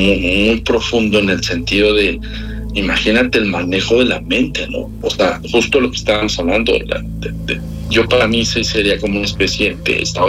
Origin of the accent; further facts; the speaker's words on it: Mexico; Yo jamás, es más, ni siendo mexicano, soy así como, claro, idiático.